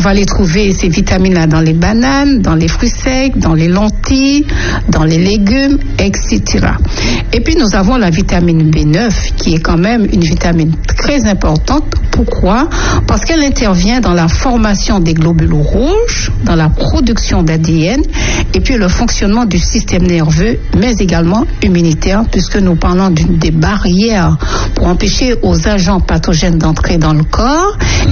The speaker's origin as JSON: {"language": "French", "country": "Martinique", "said": "chez nous à la Martinique."}